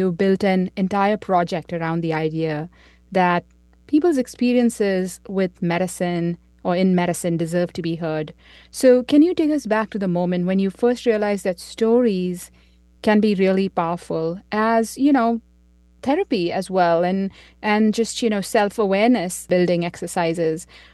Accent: Davis, California, United States; Davis, California, my hometown

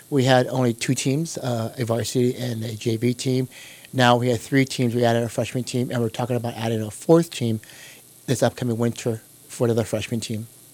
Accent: San Francisco, California, United States; I grew up in San Francisco

